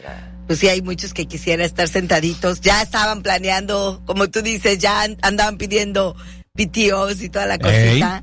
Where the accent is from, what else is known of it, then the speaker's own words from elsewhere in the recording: Mexico; yo también soy mexicana.